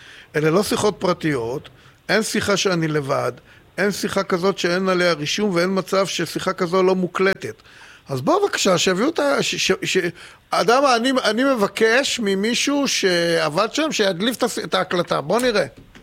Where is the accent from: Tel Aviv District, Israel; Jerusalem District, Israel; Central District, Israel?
Tel Aviv District, Israel; Tel Aviv; אני לא מכיר אפילו אחד כזה בתור תל אביבי.